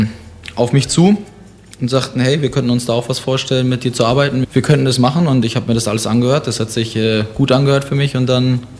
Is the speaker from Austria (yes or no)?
no; Bielefeld, North Rhine-Westphalia, Germany; born there; also born or lived in Cologne; now in Braunlage, Germany; bin gebürtig in Bielefeld aufgewachsen, habe da meine ersten Schritte auf dem Eis gemacht in Herford, Bragwede, bin dann nach Köln gezogen in eine Großstadt